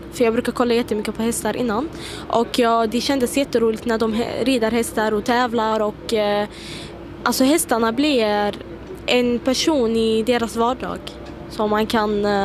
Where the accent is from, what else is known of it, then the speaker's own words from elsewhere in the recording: Syria; also born or lived in Jordan; now in Sweden; Jag kommer från Syrien faktiskt.